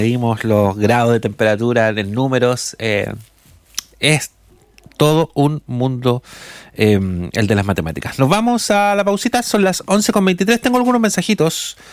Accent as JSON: {"language": "Spanish", "country": "Chile", "said": "Nosotros como chilenos lo sabemos"}